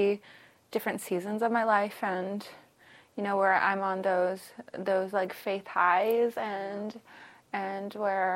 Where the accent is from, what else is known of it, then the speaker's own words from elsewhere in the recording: Vancouver, British Columbia, Canada; We're from Vancouver. We grew up here. Right along East Vancouver, like Commercial Drive and Pender and the native housing there.